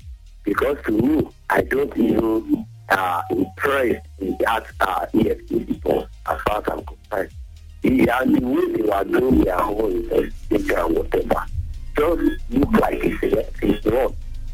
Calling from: Ibadan, Oyo, Nigeria; I'm calling from Agbaji.

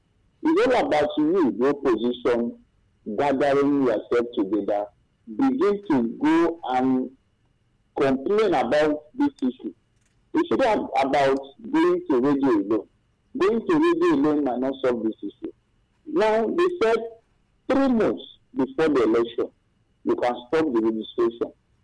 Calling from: Nigeria; I'm calling from Okwadu Nimbo, Zunuzo, one in local government.

